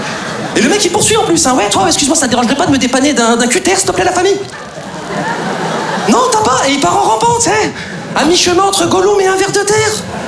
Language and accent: French; Lyon, Auvergne-Rhône-Alpes, France; now in Paris, France; je suis originaire de province, je suis originaire de Lyon. Et c'est vrai qu'avant de m'installer sur Paris, j'avais des petites appréhensions sur cette ville, tu vois.